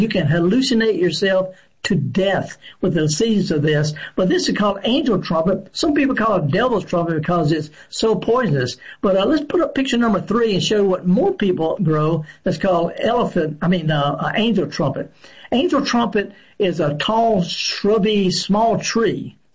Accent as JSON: {"language": "English", "region": "Mississippi", "country": "United States", "said": "If you're in Mississippi in the summertime, I'm from the Delta"}